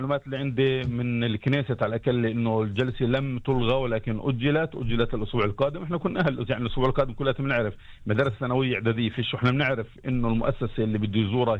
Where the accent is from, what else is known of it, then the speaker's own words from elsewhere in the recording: Umm al-Fahm, Haifa District, Israel; أم الفحم هي يعني العطاء بتعلموا من هنا.